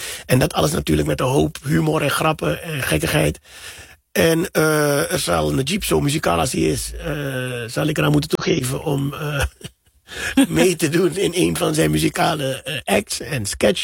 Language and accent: Dutch; Suriname; now in Netherlands; Ik ken geen cabaret, ik kom uit Suriname, ik ken geen cabaret zoals Nederland het kent